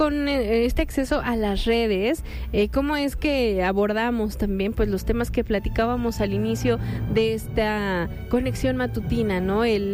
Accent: Mexico; canciones favoritas que me representan como mexicana

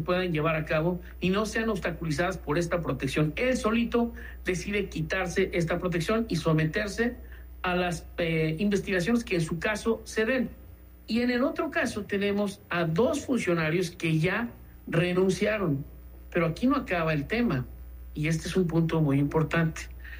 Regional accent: Mexico

